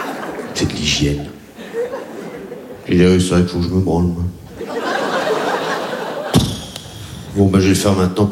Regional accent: Réunion; born or raised there

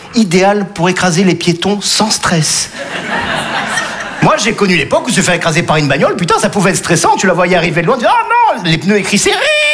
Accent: Nice, Provence-Alpes-Côte d'Azur, France; Eh ouais, je suis niçois, les amis, ouais. Eh ouais, humoriste niçois.

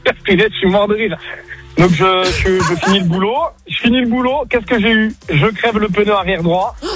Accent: Béziers, Occitanie, France; Eh ben, je suis de Béziers, tranquille, le soleil, le beau temps.

